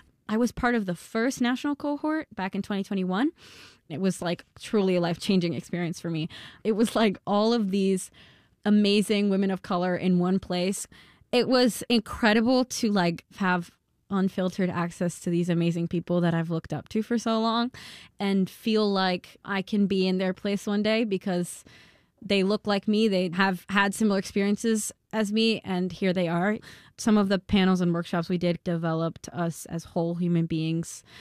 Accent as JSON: {"language": "English", "country": "Spain", "tie": "born or raised there", "said": "I grew up in Spain. I was born in Spain. My mom is Spanish Dominican. My dad is Spanish."}